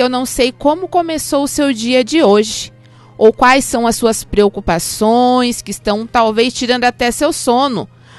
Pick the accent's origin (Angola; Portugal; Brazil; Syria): Brazil; moved away; lá do bairro de Ouro Verde, lá era minha terra